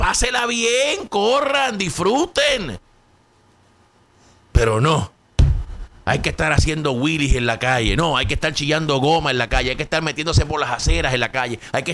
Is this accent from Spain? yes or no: no; Caguas, Puerto Rico; now in Pennsylvania, United States; yo soy de Cagua